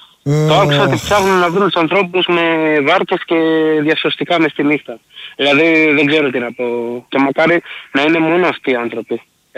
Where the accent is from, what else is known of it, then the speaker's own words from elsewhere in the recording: Corinth, Peloponnese, Greece; επειδή είναι από Κόρινθο